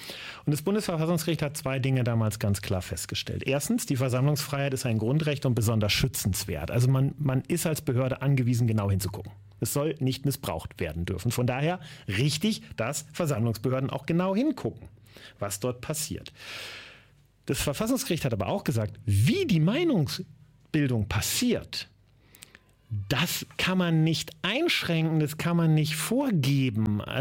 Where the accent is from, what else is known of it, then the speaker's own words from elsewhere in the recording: Lower Saxony, Germany; now in Oldenburg, Germany; Also selbst mein Heimatlandkreis die Wesermarsch hat mittlerweile einen.